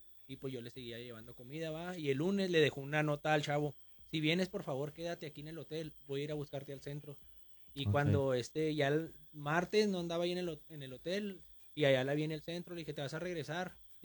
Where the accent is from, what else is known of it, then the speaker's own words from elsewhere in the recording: Ciudad Juárez, Chihuahua, Mexico; de donde vengo, de allá de Ciudad Juárez, ajá, o algo, ajá, y ver a la gente ahí en la colonia que, pues, crecí en un lado donde había mucho alcohol y con, uh-huh, mucha gente rebelde